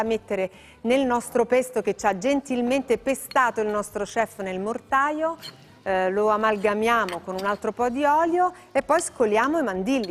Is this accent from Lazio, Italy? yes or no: no; Campania, Italy; io sono campana